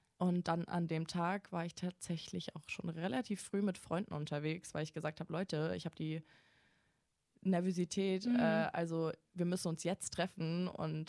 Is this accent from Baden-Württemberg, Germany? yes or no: yes; Mannheim, Baden-Württemberg, Germany; moved away as an adult; now in Stuttgart, Germany; ich komme ja ursprünglich aus Mannheim, wohne jetzt aber auch seit November hier in Stuttgart.